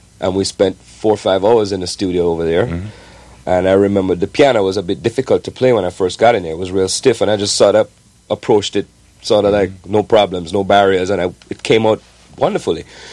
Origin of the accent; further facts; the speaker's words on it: Jamaica; You see, I grew up in Jamaica.